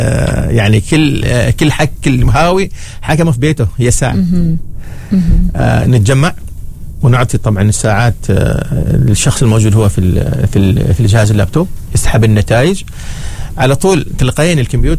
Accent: Oman; السباقات المحليه نحن عندنا في عمان

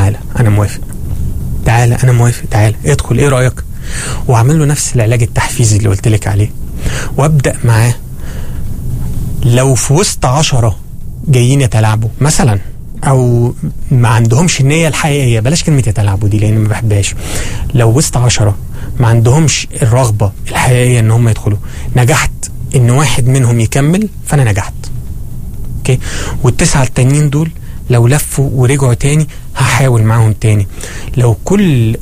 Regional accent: Egypt; والعلاج في وحدات الإدمان عندنا في مصر كله مدفوع

